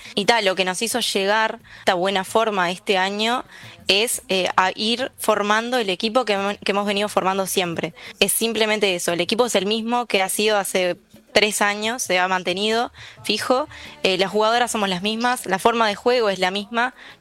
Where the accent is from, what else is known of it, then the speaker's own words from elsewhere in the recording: Mercedes, Soriano, Uruguay; yo soy de Mercedes.